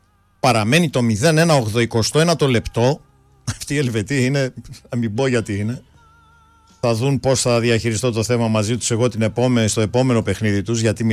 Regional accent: Greece; Γενικά οι Έλληνες είμαστε έτσι κάπως περίεργοι, τέλος πάντων. Αλλά είμαστε Έλληνες και αυτό τα λέει όλα.

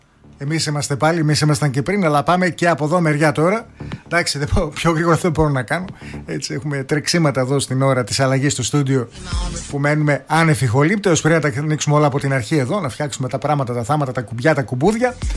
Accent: Greece; ως Έλληνες

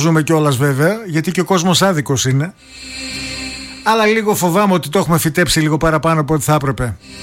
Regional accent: Greece; σαν Έλληνες

